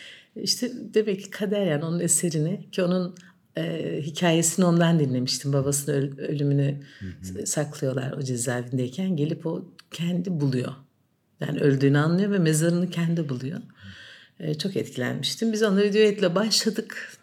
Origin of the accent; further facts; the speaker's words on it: Kırşehir, Turkey; Yani Kırşehirliyim, Bozlak altyapılıyım